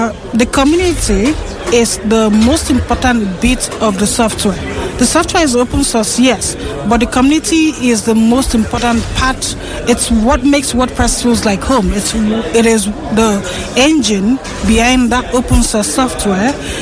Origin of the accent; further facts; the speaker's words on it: Nigeria; now in Albania; I'm from Nigeria, but I live in Albania. And I'm here in Austria